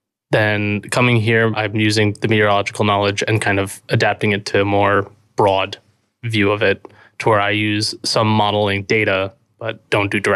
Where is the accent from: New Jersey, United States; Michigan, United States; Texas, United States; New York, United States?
New York, United States; Patchogue; now in Fairbanks, United States; I currently live in Fairbanks and am from Patchogue, New York